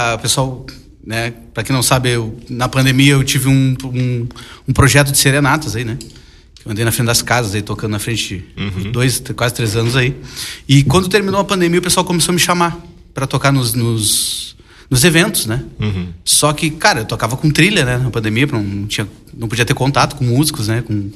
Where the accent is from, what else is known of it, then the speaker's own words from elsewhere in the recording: Rio Grande, Rio Grande do Sul, Brazil; nós somos de Rio Grande